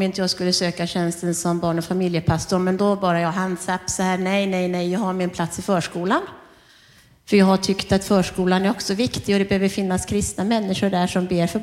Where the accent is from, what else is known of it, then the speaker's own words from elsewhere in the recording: Västra Götaland County, Sweden; moved away as an adult; Jag är uppvuxen på Körn i en liten församling som var en utbåtsförsamling till mina församling i Göteborg.